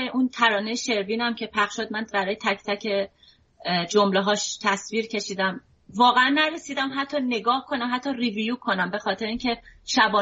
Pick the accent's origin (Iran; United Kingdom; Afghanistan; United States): Iran; moved away; همه ما به دلایلی بیرون از ایران هستیم،